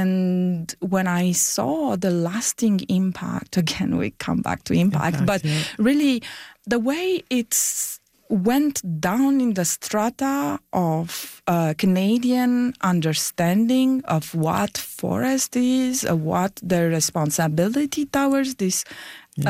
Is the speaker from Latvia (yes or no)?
no; Romania; I grew up in Romania in the time of the Ceausescu dictatorship.